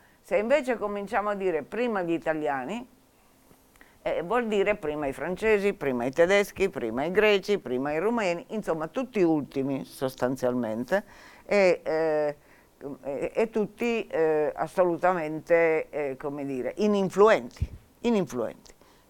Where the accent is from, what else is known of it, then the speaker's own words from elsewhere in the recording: Bra, Piedmont, Italy; io sono di Brache, o meglio di una frazione